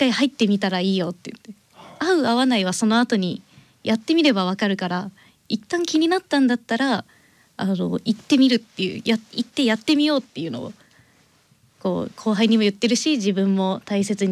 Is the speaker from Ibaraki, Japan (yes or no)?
no; Yamanashi, Japan; now in Nonoichi, Japan; 地元は山梨県です。